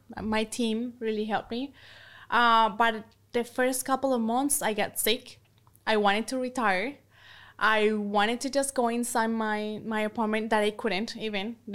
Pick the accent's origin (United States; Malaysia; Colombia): Colombia; born or raised there